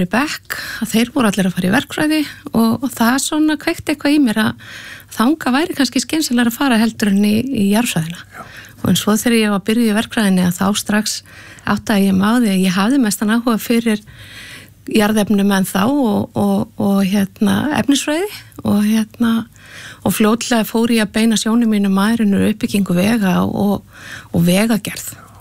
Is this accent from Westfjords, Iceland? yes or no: no; Rif, Western Region, Iceland; Ég nú ekki alinn upp á Malbiki, þannig að ég fætt og upp alinn á Rifi á Snæfsnesu og það var nú reyndi ekki búið að Malbika götuna fyrir utan húsið þegar ég ólst upp.